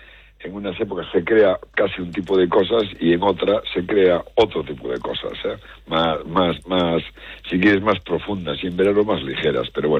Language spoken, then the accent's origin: Spanish; Galicia, Spain; porque es mi tierra, Galicia, Orense, por la que siempre paso cuando voy camino de mi casa a Pontevedra